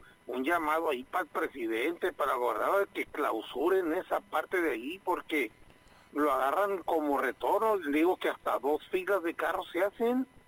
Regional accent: Tijuana, Baja California, Mexico; born there; ahí donde está el PRI ahorita, ahí antes había casas, ahí fue donde yo nací, en ese área.

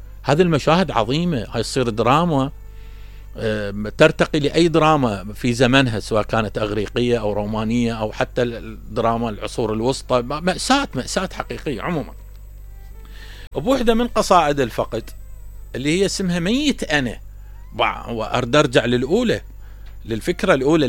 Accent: Iraq; إحنا كعراقيين وفقط كشرقيين

